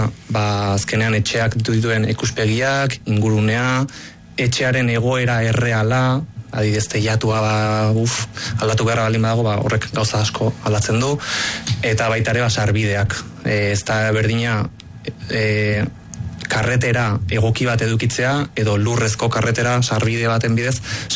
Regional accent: Hernani, Basque Country, Spain; ni Hernaniarra naiz, beti herrian bizitua

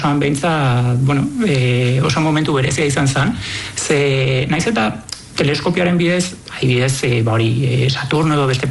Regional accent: San Sebastián, Basque Country, Spain; Ni Donostiarra naiz.

